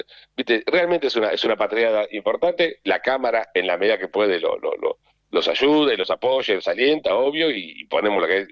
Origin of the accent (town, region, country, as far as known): Argentina